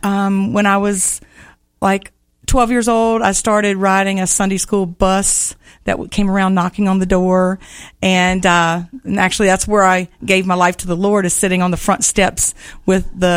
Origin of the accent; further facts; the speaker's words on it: Baton Rouge, Louisiana, United States; born there; moved away as an adult; also born or lived in Lake Charles, Louisiana / Gonzales, Louisiana; now in Florida, United States; Originally, I was born in Lake Charles, Louisiana, but I lived in Baton Rouge, Louisiana until I became 12 years old and moved to Gonzales, Louisiana, right about 30 minutes away from Baton Rouge